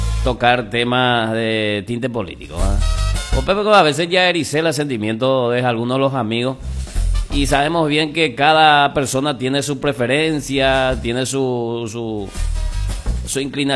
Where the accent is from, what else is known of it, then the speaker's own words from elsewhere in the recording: Paraguay; como paraguayos, nos abrazamos todos